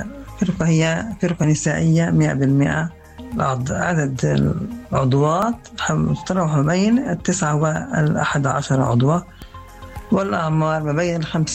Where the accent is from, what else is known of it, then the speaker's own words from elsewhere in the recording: Asira ash-Shamaliya, Nablus Governorate, Palestine; بلدتنا الحبيبة عصيرة الشمالية الرائعة بأهلها.